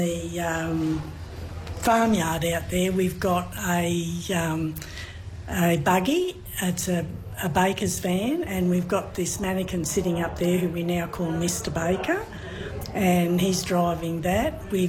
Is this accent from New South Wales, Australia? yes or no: yes; Tamworth, New South Wales, Australia; I grew up in Tamworth.